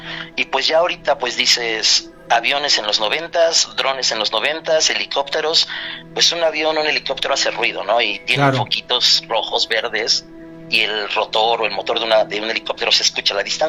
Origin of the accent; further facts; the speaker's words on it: Atlixco, Puebla, Mexico; Yo soy de Puebla. Sí, señor. Pero toda mi vida viví en Atlixco.